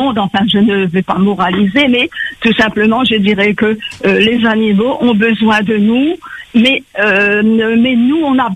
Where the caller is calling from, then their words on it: Petite-Île, Réunion; Je suis à Petite-Île.